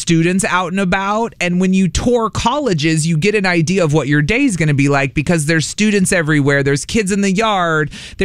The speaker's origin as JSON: {"language": "English", "region": "Illinois", "country": "United States", "tie": "born or raised there", "moved": "yes", "lives_now": "Milwaukee, United States", "said": "and we grew up in Illinois too."}